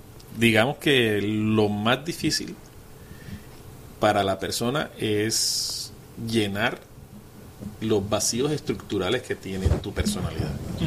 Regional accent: Barranquilla, Atlántico, Colombia; Soy de Barranquilla

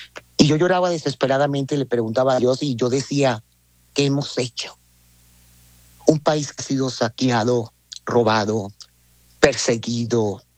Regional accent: Venezuela; moved away; yo lloro como venezolana

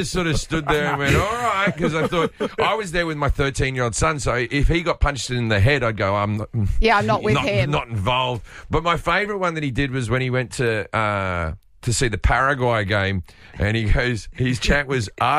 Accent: Australia; now in United States; Because my wife's British, I'm Australian, we live in America, it would be a whole thing, right?

